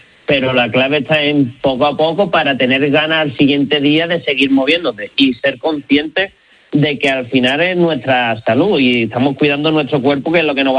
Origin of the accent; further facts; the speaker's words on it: Málaga, Andalusia, Spain; yo soy de Málaga